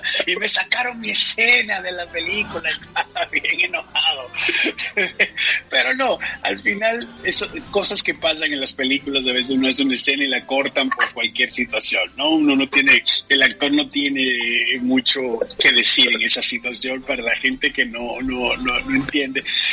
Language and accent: Spanish; Dominican Republic; República Dominicana, mi tierra